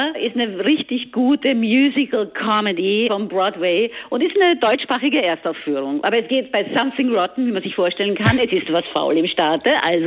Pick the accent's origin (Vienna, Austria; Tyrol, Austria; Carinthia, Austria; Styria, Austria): Vienna, Austria; now in Bad Hersfeld, Germany; Und wie man an meiner Sprache hört, bin ich ja auch Österreicherin, Wienerin sogar.